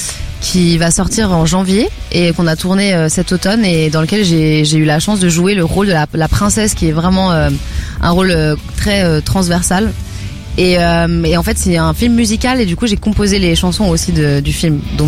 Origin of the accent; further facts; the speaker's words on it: Lyon, Auvergne-Rhône-Alpes, France; moi je viens de Lyon.